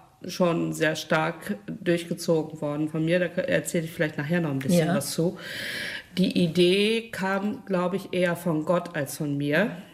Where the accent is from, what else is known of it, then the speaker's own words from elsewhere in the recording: Rheda-Wiedenbrück, North Rhine-Westphalia, Germany; born there; moved away as an adult; now in Hamm, Germany; ich bin nicht gebürtige Hammenserin. Ich wohne erst seit 2011 in Hamm. Gebürtig komme ich aus Reda-Wiedenbrück.